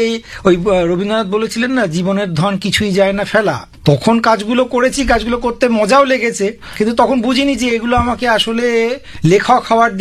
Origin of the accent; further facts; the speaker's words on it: Nabagram, West Bengal, India; এটা হচ্ছে পঞ্চায়েত এলাকা, সেই নবগ্রাম পঞ্চায়েত এলাকায় আমার জন্ম, আমার বেড়ে ওঠা, আমি আজ 50 বছর বয়স পর্যন্ত ওখানেই আছি